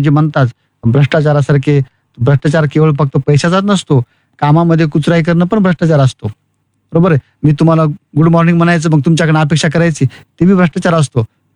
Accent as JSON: {"language": "Marathi", "town": "Shendra", "region": "Maharashtra", "country": "India", "tie": "born or raised there", "said": "मी मूळचा शेंद्रा, जिल्हा परभणी, तालुका परभणी."}